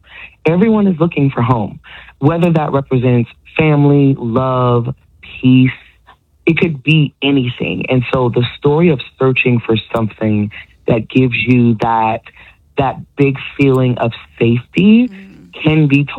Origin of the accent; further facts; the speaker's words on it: Topeka, Kansas, United States; moved away; I grew up in Topeka. My parents met at K-State. I have family in Wichita. I did music in Kansas City. So like all over Kansas.